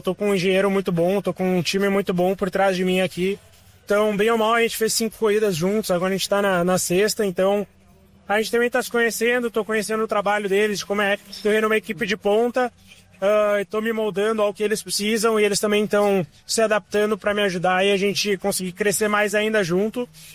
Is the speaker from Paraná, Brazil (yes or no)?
no; Santa Cruz do Sul, Rio Grande do Sul, Brazil; Eu nasci em Santa Cruz e cresci lá